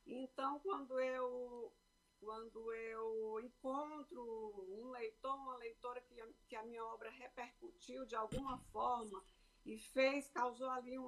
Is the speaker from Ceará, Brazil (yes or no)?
yes; Baturité, Ceará, Brazil; born there; Eu venho de Baturité, Ceará